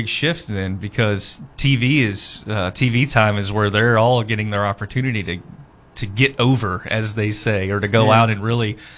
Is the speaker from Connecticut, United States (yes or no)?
no; Little Rock, Arkansas, United States; So I grew up in Little Rock and went to work for Simmons Bank Arena and worked there for 10 years.